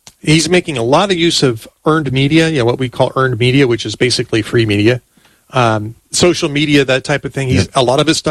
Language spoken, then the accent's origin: English; Los Angeles, California, United States; born there; I was born in Los Angeles. You know, this is my native area. I lived there for 30 years. And it's changed a lot since I left, over the last 30 years since I left.